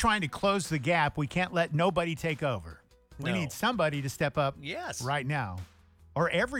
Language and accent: English; Breezy Point, Minnesota, United States; born or raised there